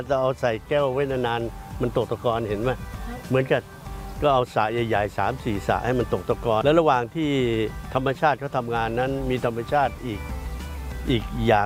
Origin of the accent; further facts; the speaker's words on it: Phetchaburi, Thailand; born there; ปู่ก็ไปหามาตั้งนานเลยนะแล้วผลสุดท้ายก็เลยได้บ้านในบ้านตัวเองนะที่จังหวัดเพชรบุรีเพราะปู่เกิดที่จังหวัดเพชรบุรีนะนั้นเราชื่อว่าแหลมผักเบี้ยเคยได้ยินไหม